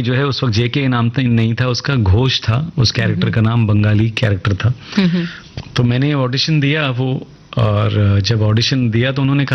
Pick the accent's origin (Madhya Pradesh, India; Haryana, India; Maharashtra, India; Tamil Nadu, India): Maharashtra, India; Mumbai; मैं मुंबई में पला बड़ा हूँ, मराठी बोल लेता हूँ।